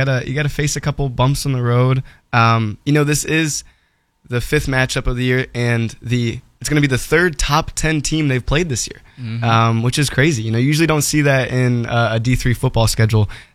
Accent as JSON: {"language": "English", "town": "St. Louis", "region": "Missouri", "country": "United States", "said": "I'm from the St. Louis area"}